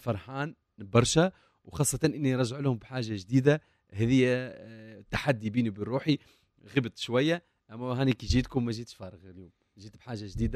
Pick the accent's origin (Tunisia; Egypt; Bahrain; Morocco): Tunisia; Gafsa, Gafsa Governorate; moved away as an adult; now in Nabeul Governorate, Tunisia; في مدينتي قفصة خاطر بداياتي ونجاحاتي وظهوري للناس داخل الوطن وخارج الوطن كان في قفصة ومع أطفال قفصة ومع ناس قفصة عندي حنين للبلاد هذية